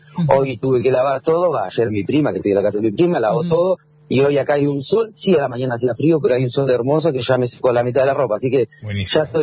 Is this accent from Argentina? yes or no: yes; Olavarría, Buenos Aires Province, Argentina